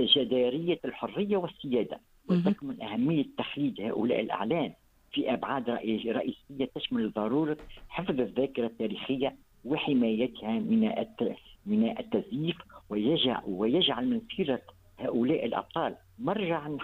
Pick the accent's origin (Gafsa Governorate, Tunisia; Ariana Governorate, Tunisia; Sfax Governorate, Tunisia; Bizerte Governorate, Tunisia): Bizerte Governorate, Tunisia; Bizerte; born there; كتب عديد الكتب حول بنزرت، مسقط رأسي